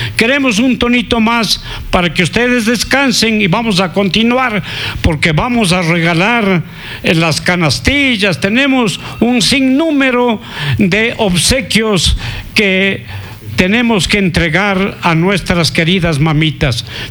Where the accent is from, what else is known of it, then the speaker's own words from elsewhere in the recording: Píllaro, Tungurahua, Ecuador; moved away; mi tierra, para los pillareños, mis paisanos, Píllaro viejo, donde este ciudadano nació, creció un poco y me fui, pero regresé, pero nunca me olvido de mi tierra, Píllaro viejo.